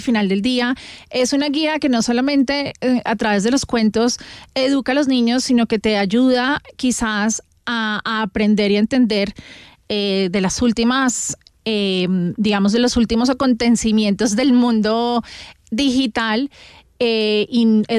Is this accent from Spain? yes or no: no; Colombia; moved away; devolverle a la tierrita, a mi tierrita